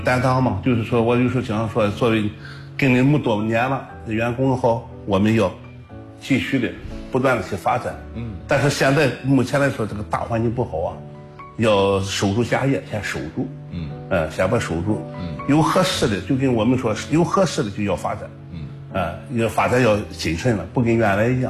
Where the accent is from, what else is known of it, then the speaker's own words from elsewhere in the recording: Binzhou, Shandong, China; moved away as an adult; now in Qingdao, China; 我很自豪的说，我作为滨州人